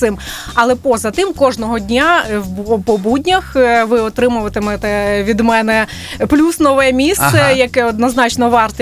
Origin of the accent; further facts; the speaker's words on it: Mykolaiv Oblast, Ukraine; До речі, Гранд Каньйон є на моїй рідній Миколаївщині. Да. І я родом фактично із Гранд Каньйону українського.